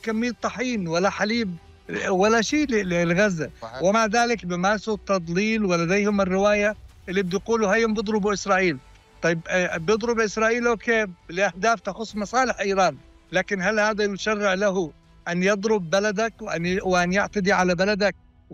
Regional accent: Jordan; عندنا بالأردن

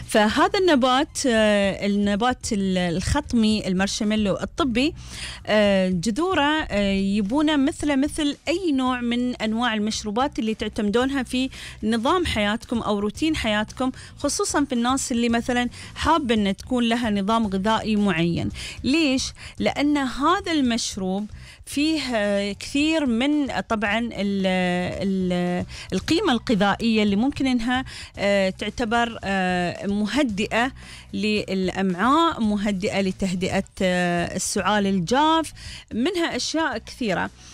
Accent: United Arab Emirates; بس في ترند جديد بعده يعني موجود بس مش عندنا في الإمارات ولا بدول الخليج

